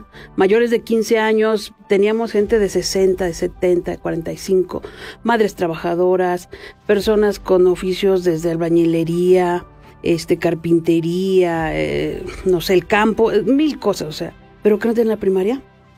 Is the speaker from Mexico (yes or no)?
yes; Tlicuautla, Hidalgo, Mexico; also born or lived in Pachuca; lo presento como la hermana república de Tlicuautla. Pertenecemos a San Agustín Tlaxiaca. Y bueno, yo nací aquí en Pachuca, pero toda mi vida fue en Tlicuautla. Vengo de una familia pues humilde, pero con muchos valores. Y bueno, hice mi primaria, secundaria en mi pueblo, orgullosamente.